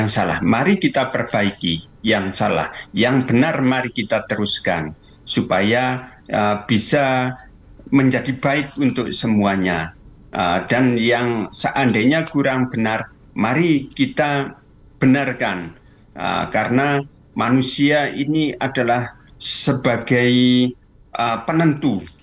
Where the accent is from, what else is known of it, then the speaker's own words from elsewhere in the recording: East Java, Indonesia; saya ini orang Tengger